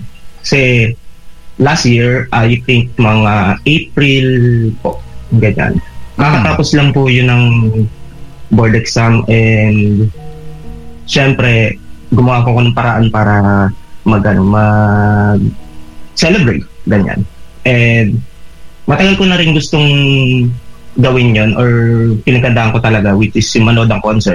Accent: Ibaan, Calabarzon, Philippines; Sa Ibaan. Marami pa.

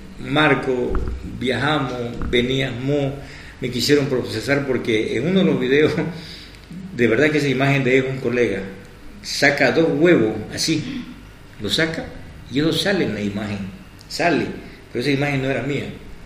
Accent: Trinidad, Beni, Bolivia; moved away as an adult; also born or lived in Santa Cruz; yo nací aquí, me crié aquí, claro. Mi infancia en la Río San Juan

